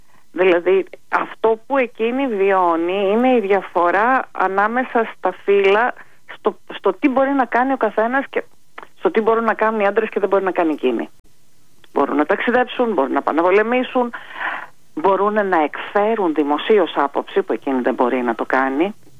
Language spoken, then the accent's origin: Greek; Ionian Islands, Greece; Οι Επτανήσοι γενικά δεν έχουμε πολύ μοιραστεί τις ιστορίες μας με τους υπόλοιπους Έλληνες.